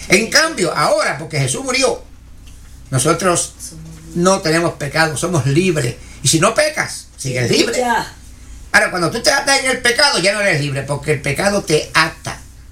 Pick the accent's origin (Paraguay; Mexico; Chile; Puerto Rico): Puerto Rico; Corozal; born there; aquel pintor de mi pueblo, colosaleño